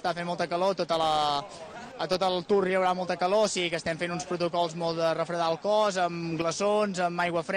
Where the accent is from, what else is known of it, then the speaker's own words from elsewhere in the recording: Manlleu, Catalonia, Spain; A més, avui jo sóc de Manlleu i passem per Manlleu